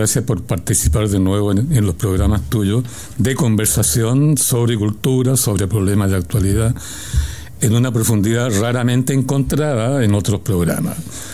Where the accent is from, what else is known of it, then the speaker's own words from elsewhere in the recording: Santiago, Santiago Metropolitan Region, Chile; ahí está instalada la población donde yo nací y viví 20 años seguidos en ese barrio, que es un barrio muy interesante. Es muy interesante urbanísticamente hablando, porque tiene 2 cementerios.